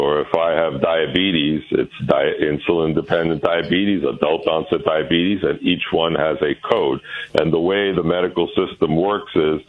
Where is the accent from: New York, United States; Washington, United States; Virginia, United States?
New York, United States; Brooklyn; You know, I grew up in Brooklyn in a three-story house. Grandma was on the second floor. Aunt was on the third floor.